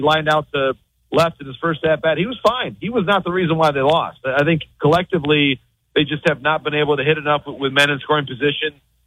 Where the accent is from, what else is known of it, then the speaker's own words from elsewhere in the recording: Midwest, United States; I'm from the Midwest in a small town, Mike.